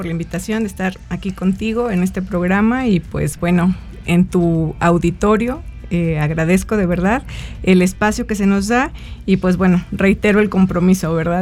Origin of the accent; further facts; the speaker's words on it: Rioverde, San Luis Potosí, Mexico; yo soy de Río Verde, San Luis Potosí